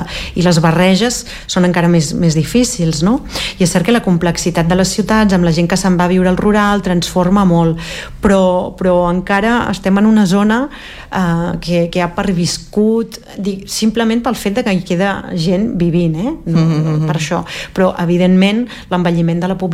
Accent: Galicia, Spain; Soc de la Galícia, diguéssim, central, de l'interior

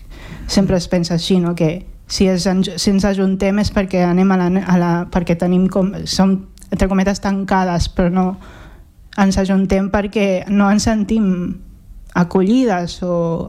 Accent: Catalonia, Spain; sóc d'aquí també, o sigui, sóc catalana com tu

